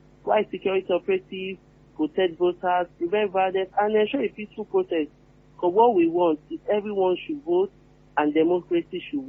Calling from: Alakia, Oyo, Nigeria; calling from Alakia.

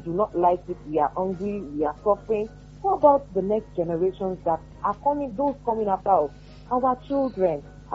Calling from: Ibadan, Oyo, Nigeria; I'm calling from Bodija.

